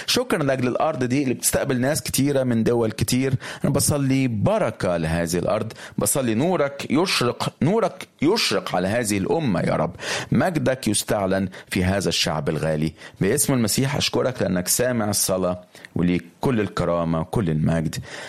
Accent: Egypt; بنصلي يا رب من أجل السياحة في بلدنا مصر

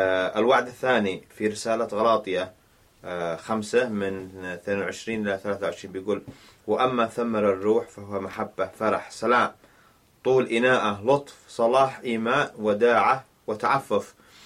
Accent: Yemen; أنا من اليمن

